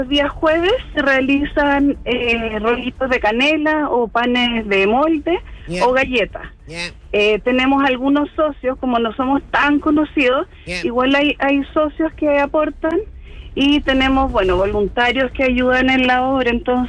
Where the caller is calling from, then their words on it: Santiago, Santiago Metropolitan Region, Chile; yo te llamo de Peñalolén.